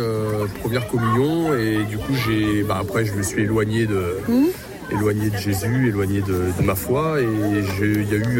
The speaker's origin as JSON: {"language": "French", "town": "Courbevoie", "region": "Île-de-France", "country": "France"}